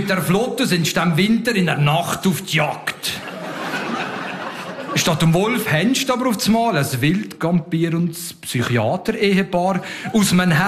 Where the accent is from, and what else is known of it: Leuk, Valais, Switzerland; born or raised there; moved away as an adult; also born or lived in United States